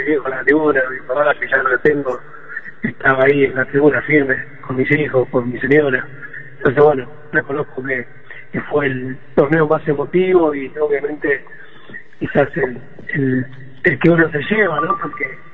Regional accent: Argentina; nos encontramos acá como argentino

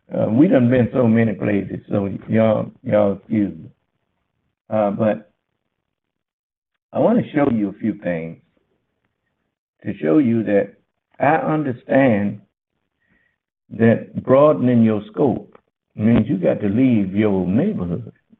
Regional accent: Los Angeles, California, United States; moved away as an adult; I grew up in Watts. I had never really been out of Los Angeles until I joined the Marine Corps.

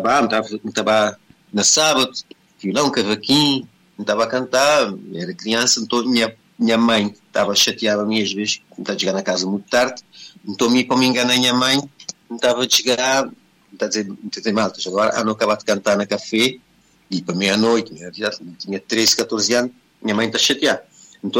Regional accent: São Vicente, Cape Verde; born there; Sim, nasci na São Vicente, comecei a cantar muito cedo.

